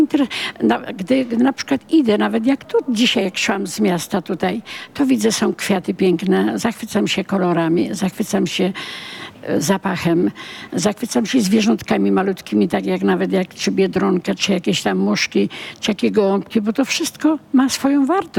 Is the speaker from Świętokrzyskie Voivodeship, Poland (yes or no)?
yes; Busko-Zdrój, Świętokrzyskie Voivodeship, Poland; Ja tu jestem urodzona w Busku.